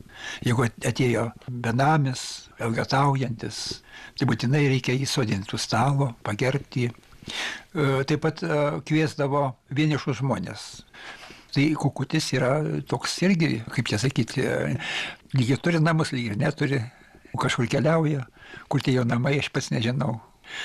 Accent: Samogitia, Lithuania; Kadangi aš esu žemaitis

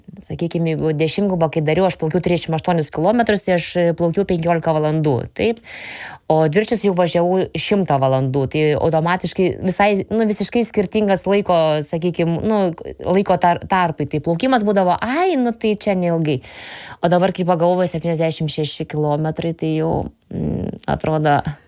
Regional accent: Panevėžys, Panevėžys County, Lithuania; Vis tiek aš jaučiu, kad aš garsinu ir Lietuvą, ir savo gimtąjį miestą Panevėžį.

